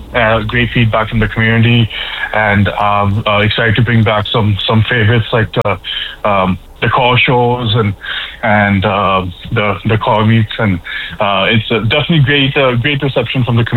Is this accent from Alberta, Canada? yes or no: yes; Edmonton, Alberta, Canada; born or raised there; moved away as an adult; also born or lived in Moncton; now in Newfoundland, Canada